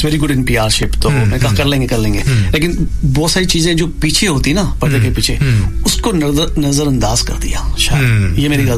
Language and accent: Hindi; Rajasthan, India; accent: Indian; also born or lived in New Zealand; now in Australia; मैं तो राजस्थान से हूँ, मारवाड़ी मारवाड़ी खून है